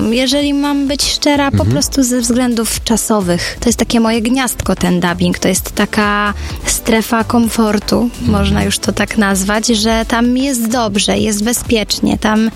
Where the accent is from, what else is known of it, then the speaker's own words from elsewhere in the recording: Sieradz, Łódź Voivodeship, Poland; born there; moved away; Ogólnie pochodzę z Sieradza. Tam uczyłam się śpiewać od 5 roku życia.